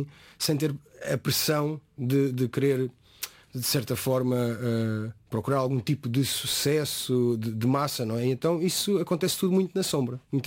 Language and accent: Portuguese; Torres Vedras, Lisbon, Portugal; born there; em Torres Vedras, na cidade onde eu vivo, onde eu nasci